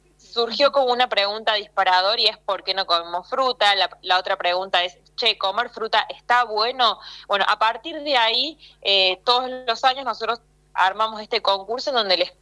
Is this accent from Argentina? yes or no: yes; Argentina